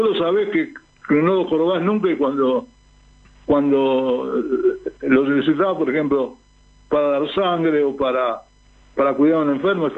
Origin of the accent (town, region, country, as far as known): Buenos Aires, Argentina